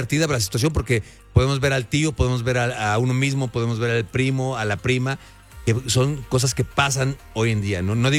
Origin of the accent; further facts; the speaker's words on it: Querétaro, Mexico; para mí es un honor pertenecer ahora a esta familia teatral de Querétaro, yo siendo queretano aparte.